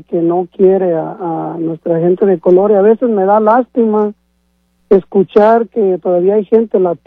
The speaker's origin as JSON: {"language": "Spanish", "country": "Mexico", "tie": "born there", "moved": "yes", "said": "yo sigo queriéndome México como, pues yo nací allá sí."}